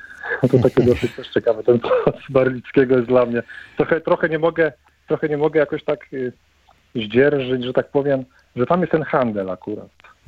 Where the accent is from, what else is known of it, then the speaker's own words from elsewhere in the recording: Łódź Voivodeship, Poland; No, dorastałem akurat w tym miejscu, no, tutaj, gdzie najgorszy jest teraz, że tak powiem, bałagan, no bo tam jest wydrążony otwór na stację